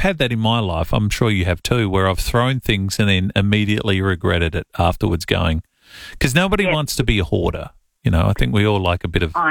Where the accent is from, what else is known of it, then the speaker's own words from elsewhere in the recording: Millicent, South Australia, Australia; I'll give a quick shameless plug for my hometown. Millicent's got an excellent museum.